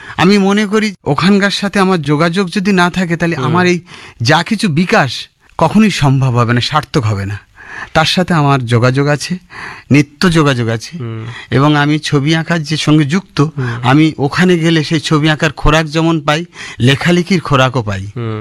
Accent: Sundarbans, West Bengal, India; moved away as an adult; now in Kolkata, India; ছোটবেলাটা আমার সুন্দরবনে কেটেছে।

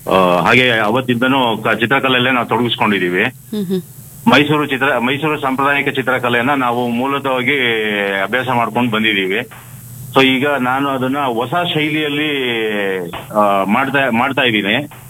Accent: Tarikere, Karnataka, India; moved away as an adult; now in Bengaluru, India; ನಾನು ಮೂಲತಃ ಚಿಕ್ಕಮಗಳೂರು ಜಿಲ್ಲೆ ತರೀಕೆರೆ ಅವನು.

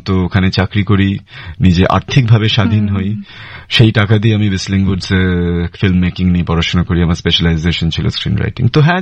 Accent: Durgapur, West Bengal, India; আমি দুর্গাপুরে Saint Xavier স্কুলে পড়াশোনা করেছি, সেখানেই আমার জন্ম দুর্গাপুরে

